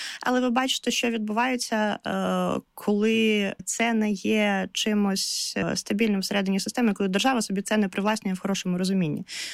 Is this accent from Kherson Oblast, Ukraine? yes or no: yes; Kherson, Kherson Oblast, Ukraine; Я сама з Херсону, тому тут в мене є маленький плюсик.